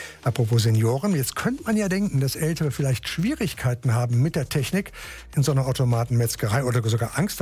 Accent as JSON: {"language": "German", "town": "Kempen", "region": "North Rhine-Westphalia", "country": "Germany", "tie": "born there", "said": "Die ist in Kempen, meine Geburtsstadt übrigens."}